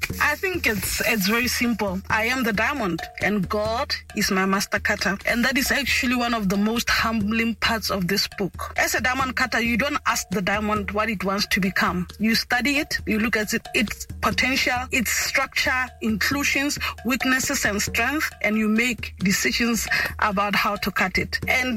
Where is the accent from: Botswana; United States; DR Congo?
Botswana; Lobatse, South-East District; I was born and bred in Lobatse, Banzenzatse.